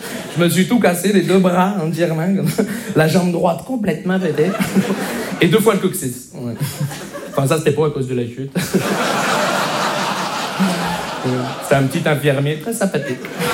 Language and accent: French; Montreal, Quebec, Canada; Bonjour, je me présente … je viens de Montréal.